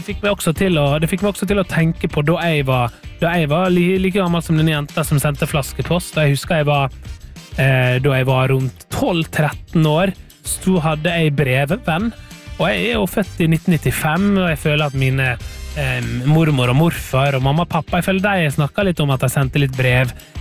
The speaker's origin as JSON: {"language": "Norwegian", "region": "Møre og Romsdal", "country": "Norway", "tie": "born or raised there", "said": "Jeg var på besøk med fedrene sine som jobbet da, hjemme på Sunnmøre, og der kom på besøk på sommeren."}